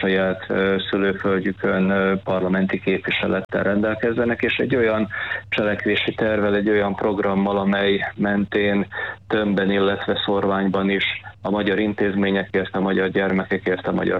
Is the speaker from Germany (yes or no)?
no; Vojvodina, Serbia